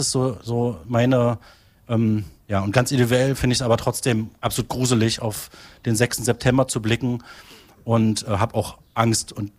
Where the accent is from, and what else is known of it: Halberstadt, Saxony-Anhalt, Germany; born or raised there